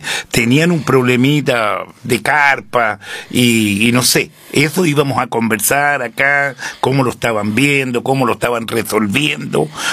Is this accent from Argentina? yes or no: no; Chile; mi primer amigo que yo tuve fue Guillermo, porque nos criamos juntos ahí en la COPEC.